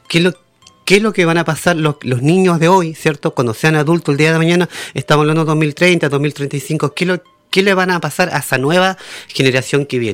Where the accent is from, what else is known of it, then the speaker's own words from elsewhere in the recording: Chile; Yo nunca me he olvidado que soy chileno, primero que nada, que gracias a este gran país he salido adelante, mi familia, todos ya, pero nunca olvidando, ¿verdad?, mi propia raíz y mi identidad, mi pueblo originario